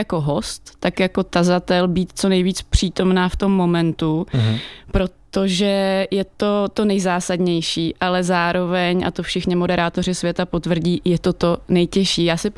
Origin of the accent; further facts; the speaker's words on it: Slušovice, Zlín Region, Czechia; moved away; Jestli jsem jim říkala, že jsem ze Slušovic